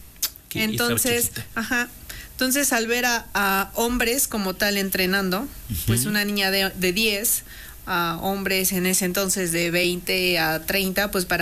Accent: Puebla, Mexico; Soy originaria de Puebla, Puebla.

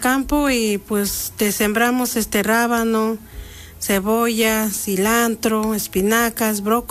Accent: San Gregorio Zacapexpan, Puebla, Mexico; de San Gregorio Zacapexpan, San Pedro Cholula.

